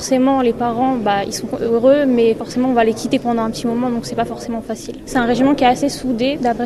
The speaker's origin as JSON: {"language": "French", "region": "Normandy", "country": "France", "said": "Je suis originaire de Normandie, dans l'Eure."}